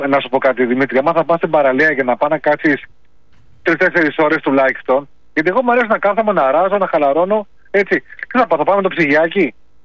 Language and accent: Greek; Velo, Peloponnese, Greece; μένω στο χωριό μου είναι το Βέλο, που είναι πριν το Κιάτο ακριβώς